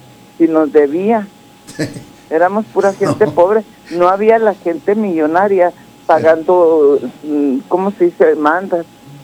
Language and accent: Spanish; Ciudad Juárez, Chihuahua, Mexico; born there; porque yo nací en Juárez, nosotros no conocíamos más templos que el Sagrado Corazón.